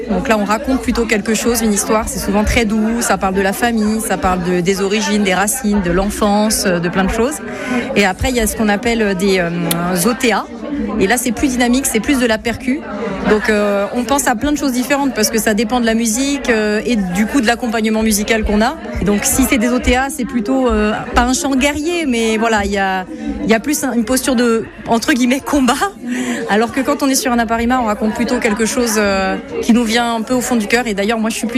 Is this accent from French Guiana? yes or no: yes; French Guiana; now in Toulouse, France; Même si je suis pas du tout de culture polynésienne ni tahitienne, je suis de Guyane.